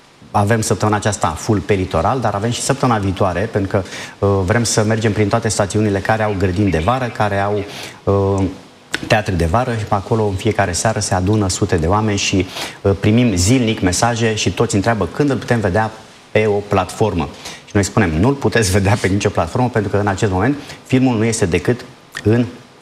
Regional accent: Luminița, Tulcea County, Romania; Luminița, de unde sunt eu de fapt

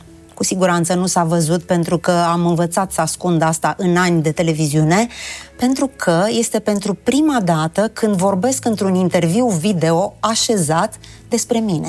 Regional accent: Romania

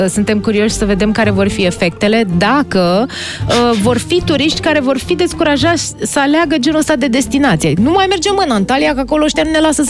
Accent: Romania; Noi acolo suntem români și ne place că suntem români.

